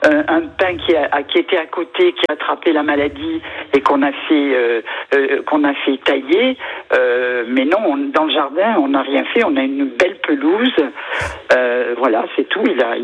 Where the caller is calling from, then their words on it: Orange, Provence-Alpes-Côte d'Azur, France; D'Orange.